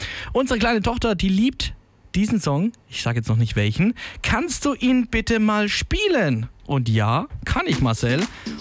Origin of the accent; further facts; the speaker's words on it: Bavaria, Germany; born there; Ich bin ja gebürtig eben aus der Schweinfurter Region, dementsprechend ganz viel Spaß auf dem Volksfest, kann ich nur empfehlen.